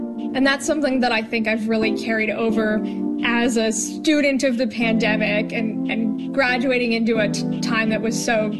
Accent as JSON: {"language": "English", "town": "Bethesda", "region": "Maryland", "country": "United States", "said": "I'm from Bethesda, Maryland. I'm 22 years old."}